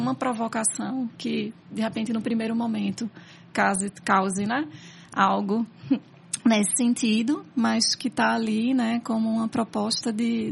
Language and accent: Portuguese; Northeast Region, Brazil; also born or lived in São Paulo; Orgulho de ser nordestina